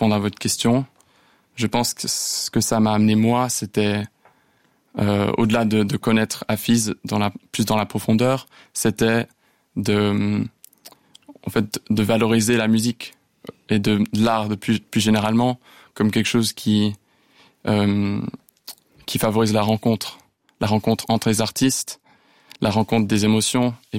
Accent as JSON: {"language": "French", "country": "Switzerland", "tie": "born or raised there", "said": "Mes parents, ils viennent hors de Suisse. Donc, alors certes, j'ai grandi en Suisse"}